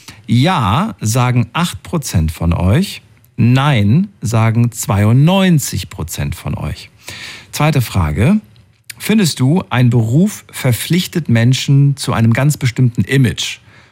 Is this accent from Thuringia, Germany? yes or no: yes; Thuringia, Germany; Früher, bin ja aus Thüringen und so weiter. Und da war FKK ganz normal, ne? In der ehemaligen DDR.